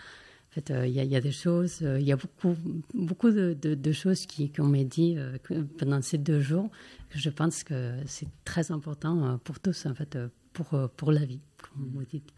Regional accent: Barcelona, Catalonia, Spain; French is a second language; En plus, j'ai grandi à Barcelone, on a catalan et espagnol, et avec français avec mon mari, anglais.

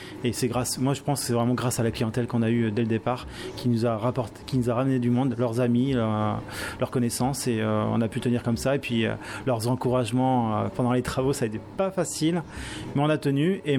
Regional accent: Normandy, France; Alors moi, je suis normand et j'ai beaucoup voyagé.

